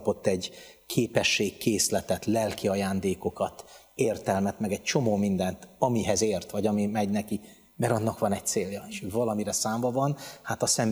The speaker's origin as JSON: {"language": "Hungarian", "town": "Budakalász", "region": "Pest", "country": "Hungary", "tie": "born or raised there", "said": "néztem Pomázon a Kőhegyet, nem messze onnan nőttem fel, Budakalászon"}